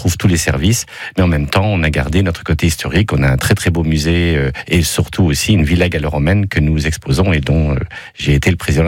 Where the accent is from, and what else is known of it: Grand Est, France